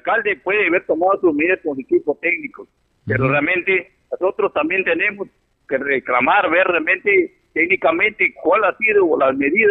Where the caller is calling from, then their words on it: Piura, Peru; saludar a mi pueblo de Campo Grande.